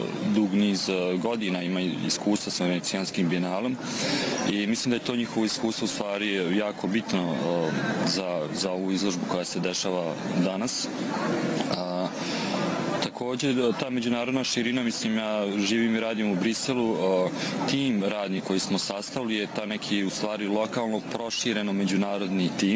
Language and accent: Serbian; Prijedor, Republika Srpska, Bosnia & Herzegovina; Kada govorimo o lokalnoj dubini, to prvo mislimo na to mjesto dakle ja potičem, a ja sam odrastao u Prijedoru.